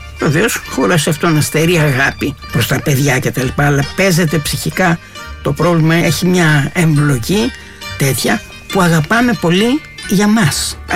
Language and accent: Greek; Greece; first language Greek; είναι η γλώσσα μου, είναι η πατρίδα μου